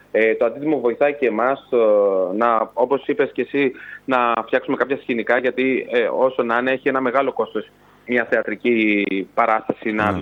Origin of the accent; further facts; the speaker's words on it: Kyllini, Western Greece, Greece; now in Lechaina, Greece; γιατί εγώ δεν είμαι από εδώ, δεν είμαι από τα Λεχενά, επαγγελματίας είμαι στα Λεχενά, η καταγωγή μου από την Κυλλήνη, είμαι γέννημα θρέμα Κυλλινέως